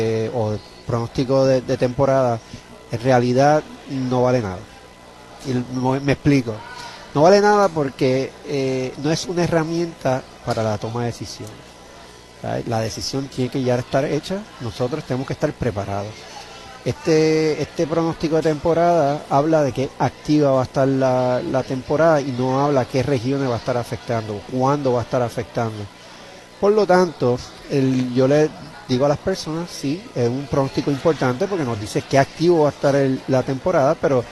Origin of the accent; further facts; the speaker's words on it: Puerto Rico; Yo me considero, sí, puertorriqueño